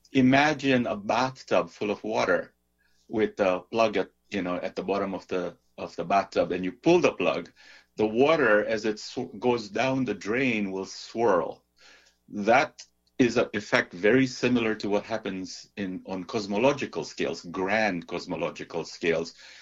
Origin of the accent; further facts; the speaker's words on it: Tanzania; born there; I was born in Tanzania